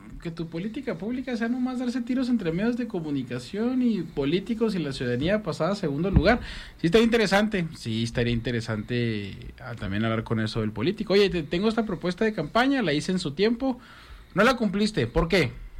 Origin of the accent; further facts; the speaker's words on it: El Tule, Chihuahua, Mexico; Yo, por ejemplo, soy del Tule, Chihuahua. Claro que me siento orgulloso de ser tuleño.